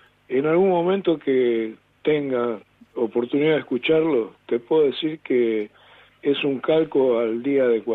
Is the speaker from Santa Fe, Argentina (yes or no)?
no; Valentín Alsina, Buenos Aires Province, Argentina; now in Gerli, Argentina; Yo soy soy oriundo de Valentín Alsina, pero ahora estoy jubilado, vivo solo en Gerli, que pertenece a Lanús.